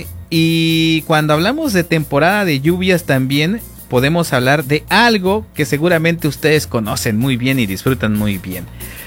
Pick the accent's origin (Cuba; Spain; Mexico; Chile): Mexico